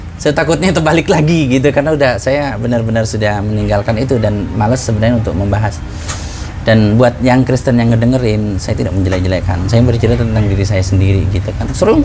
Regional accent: Jakarta, Indonesia

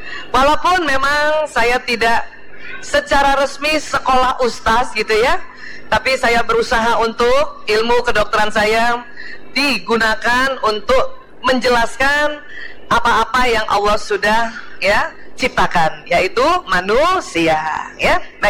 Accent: South Sulawesi, Indonesia; Ya, kalau saya orang Bugis, suami saya orang Jogja. Ibu saya Palembang.

